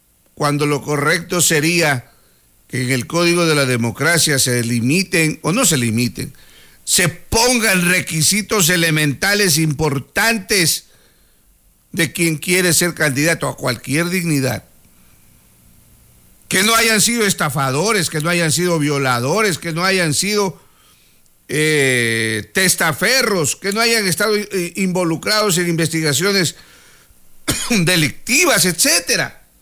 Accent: Ecuador; Así somos los ecuatorianos.

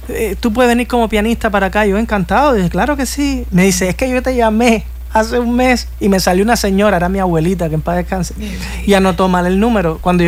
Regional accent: Cuba; moved away as an adult; now in Mexico; Vine de Cuba como director musical de una cantante muy popular en Cuba, muy popular.

